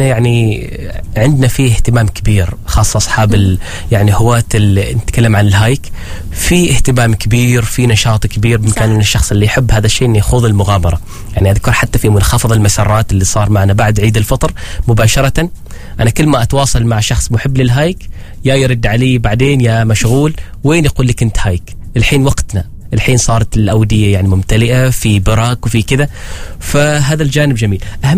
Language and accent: Arabic; Oman; وإحنا شوية العمانية عن لهجتنا تختلف عن لهجتكم